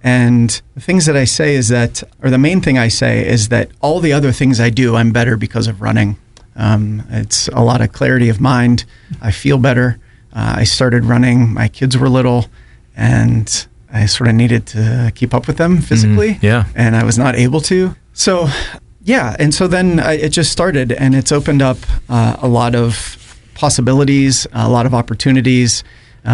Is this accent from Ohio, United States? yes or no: yes; Youngstown, Ohio, United States; Yeah, I'm from Youngstown, grew up there.